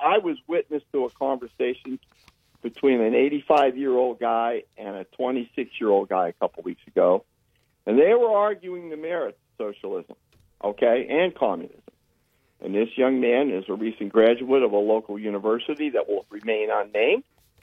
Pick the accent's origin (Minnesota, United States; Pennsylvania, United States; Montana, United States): Pennsylvania, United States; Well, I agree with that, but I'm from Pennsylvania.